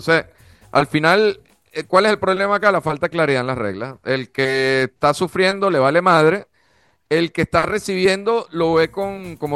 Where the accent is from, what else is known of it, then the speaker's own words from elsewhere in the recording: Venezuela; now in Panama; como extranjero, residente legal en Panamá, no estoy de acuerdo con eso. Siendo venezolano, pasando por todas las penurias que pasamos